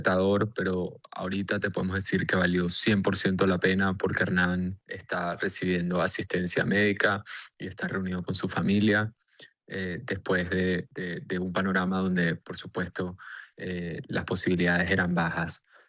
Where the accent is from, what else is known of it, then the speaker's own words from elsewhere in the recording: Venezuela; como un venezolano de 31 años